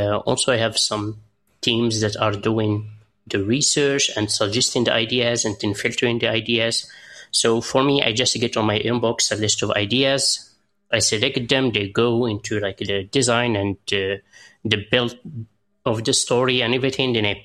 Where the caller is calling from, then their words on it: Morocco; I'm a listener from Morocco